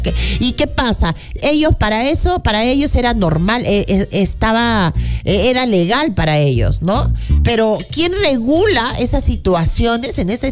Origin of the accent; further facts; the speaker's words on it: Peru; como los peruanos, que ganamos mucho sueldo mínimo.